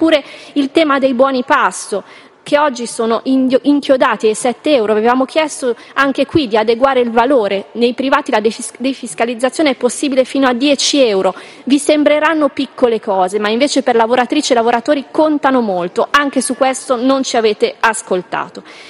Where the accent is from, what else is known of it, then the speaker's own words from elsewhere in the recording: Lombardy, Italy; io lo dico da lombarda